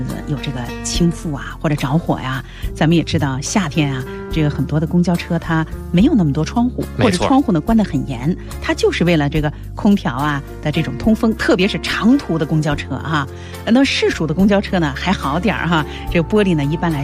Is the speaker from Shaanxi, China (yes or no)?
yes; Xi'an, Shaanxi, China; 因为你知道我是西安人。